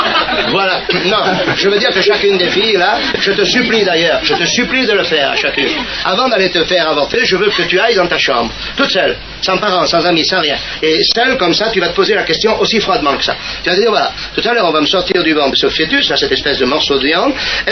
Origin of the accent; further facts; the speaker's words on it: Southern France, France